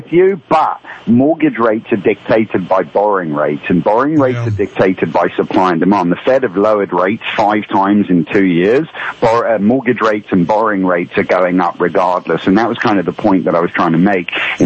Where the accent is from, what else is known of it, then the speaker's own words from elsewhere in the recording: England, United Kingdom; now in United States; I'm from England, Great Britain originally, but I'm an American citizen.